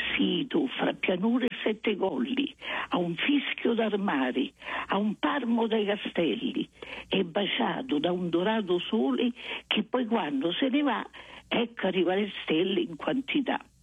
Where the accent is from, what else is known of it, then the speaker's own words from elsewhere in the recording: Rome, Lazio, Italy; Mia città natale, dove sono nata.